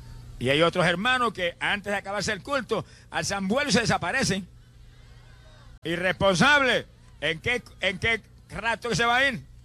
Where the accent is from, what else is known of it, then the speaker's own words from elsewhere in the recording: Puerto Rico; en mi país, en Puerto Rico, en un pueblo pequeño